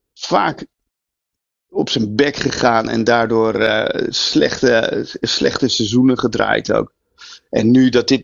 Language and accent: Dutch; Netherlands; Voor de Nederlanders, ja, we hebben er natuurlijk niet zo heel veel mee. Maar goed, wij zijn ook geen Spanjaarden.